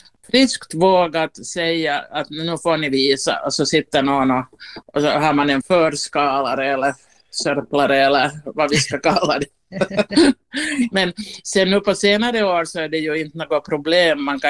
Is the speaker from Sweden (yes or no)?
no; Vaasa, Ostrobothnia, Finland; Jag är ju hemma från Vasa och jag aldrig ätit kräftor under hela min uppväxttid.